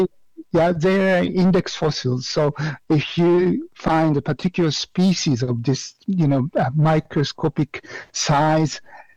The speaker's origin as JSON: {"language": "English", "region": "Tokyo", "country": "Japan", "tie": "born or raised there", "said": "I was born in Tokyo and raised in Tokyo."}